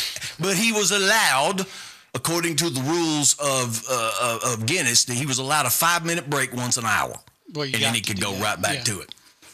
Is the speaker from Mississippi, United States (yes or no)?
yes; Soso, Mississippi, United States; moved away; Which is not far from my hometown of Soso, Mississippi.